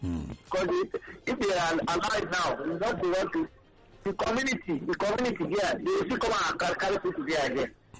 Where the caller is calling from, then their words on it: Lagos, Nigeria; I'm calling from Satellite.